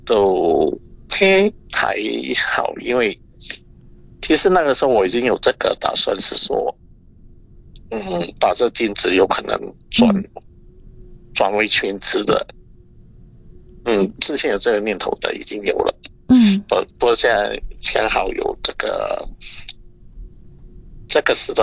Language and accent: Chinese; Singapore; 我们新加坡人